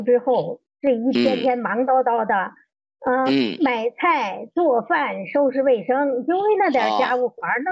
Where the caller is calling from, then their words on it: Hebei, China; 我不是云南的，我家是河北的。